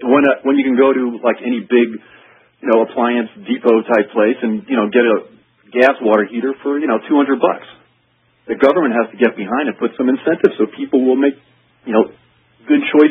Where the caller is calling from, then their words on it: South Bend, Indiana, United States; I'm calling from South Bend, Indiana. I listen to you on 890.